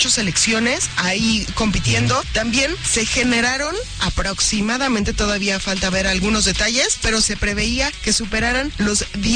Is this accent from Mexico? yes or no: yes; Mexico; siempre empezamos como mexicanos, nos sacaron, nos partieron el corazoncito